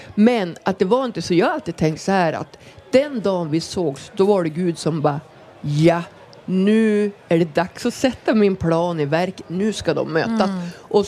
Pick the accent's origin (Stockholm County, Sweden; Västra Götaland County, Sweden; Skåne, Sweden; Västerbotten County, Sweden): Västerbotten County, Sweden; Skellefteå; Och då i Skellefteå, då, där, som var min hemort, så brukar vi ofta sitta i en busskur och dricka alkohol.